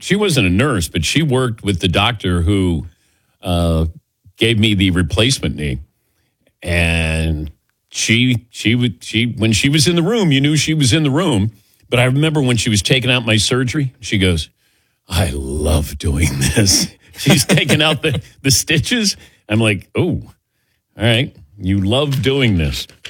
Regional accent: Ohio, United States; Yeah, but you know, I said, and I grew up in Ohio.

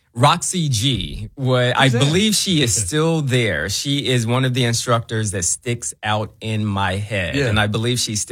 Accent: Memphis, Tennessee, United States; I was not born in Memphis, but I was raised in Memphis.

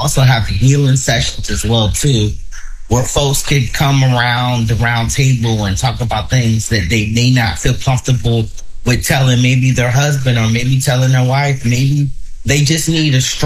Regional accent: Newport News, Virginia, United States; We're from Newport News. We're from this area. We're from Chesapeake.

